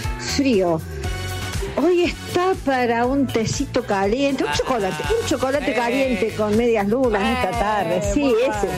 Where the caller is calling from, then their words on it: Villa Carlos Paz, Córdoba, Argentina; de Carlos Paz.